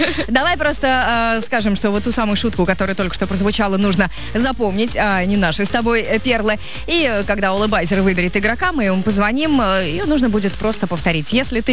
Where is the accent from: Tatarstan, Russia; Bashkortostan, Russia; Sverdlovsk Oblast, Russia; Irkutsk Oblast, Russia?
Tatarstan, Russia; Kazan; Но я действительно радуюсь, когда что-то хорошее происходит в моем родном городе Казани.